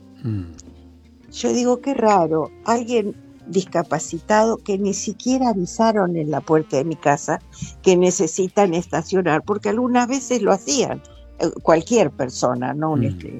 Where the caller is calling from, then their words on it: Coghlan, Buenos Aires, Argentina; de Coughlan.